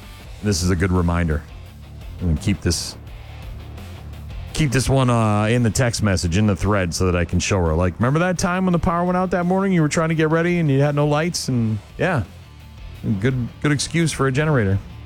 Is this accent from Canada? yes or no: no; New England, United States; moved away; I grew up in the Northeast